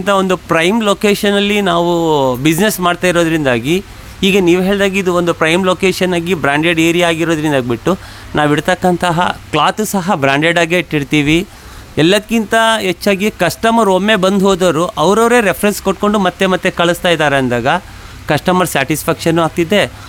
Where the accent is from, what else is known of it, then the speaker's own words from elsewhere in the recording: Shivamogga, Karnataka, India; ನಾವು ಮೂಲತಃ ಉಡುಪಿಯವರು, ಬಟ್ ಹುಟ್ಟಿದ್ದು ಬೆಳೆದಿದ್ದು ಎಲ್ಲ ಶಿವಮೊಗ್ಗದಲ್ಲಿ.